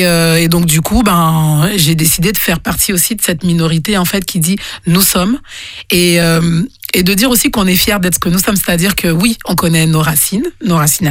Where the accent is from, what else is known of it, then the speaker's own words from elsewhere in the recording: Guadeloupe; je suis guadeloupéenne et j'ai quand même, même si c'est tout petit sur le planisphère, j'en suis extrêmement fière.